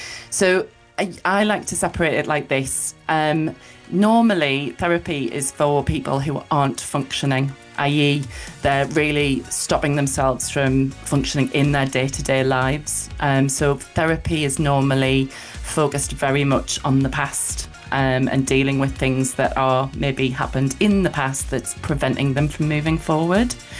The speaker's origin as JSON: {"language": "English", "town": "Sunderland", "region": "North East England", "country": "United Kingdom", "said": "So I'm from Sunderland originally, around Oxford Park area, for those that are local."}